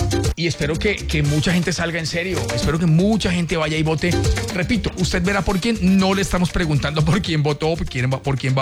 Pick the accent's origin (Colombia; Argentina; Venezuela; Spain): Colombia; en nuestro país Colombia